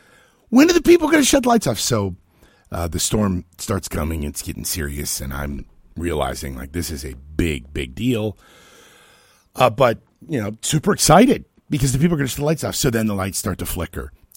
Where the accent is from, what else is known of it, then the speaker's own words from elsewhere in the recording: Florida, United States; I'm from Florida.